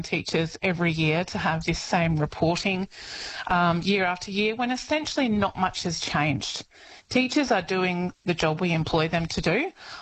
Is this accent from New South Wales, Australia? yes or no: yes; Walcha, New South Wales, Australia; now in Armidale, Australia; I'm in Armidale, and I said to your producer I was from Walca